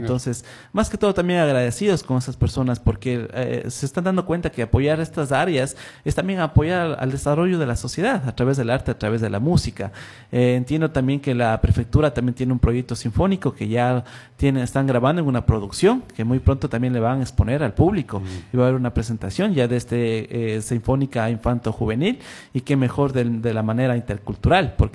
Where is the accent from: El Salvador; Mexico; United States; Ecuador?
Ecuador; como ecuatorianos que somos